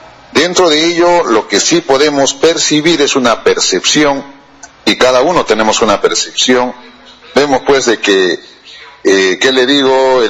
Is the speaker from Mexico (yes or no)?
no; Peru; nosotros como peruanos